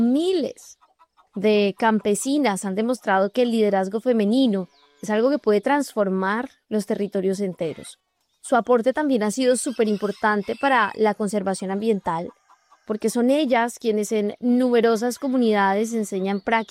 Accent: Colombia

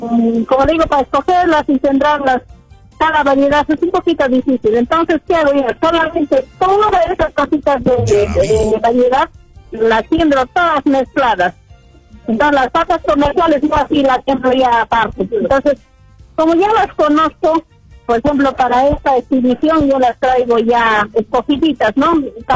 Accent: Achambi, Arequipa, Peru; allá en mi pueblo, que es anexo de Achambi, distrito de Tomepampa, provincia de La Unión.

